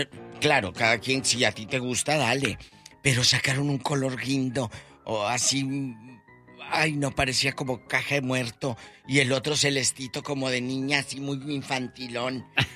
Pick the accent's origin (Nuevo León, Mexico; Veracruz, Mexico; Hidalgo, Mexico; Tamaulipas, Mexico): Tamaulipas, Mexico; Matamoros; moved away; Estaba viendo un artículo de allá de mi tierra, de Matamoros